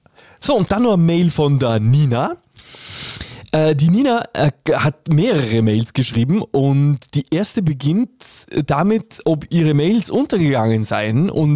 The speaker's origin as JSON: {"language": "German", "town": "Dornbirn", "region": "Vorarlberg", "country": "Austria", "tie": "born there", "said": "Geboren 1970 in Dornbirn."}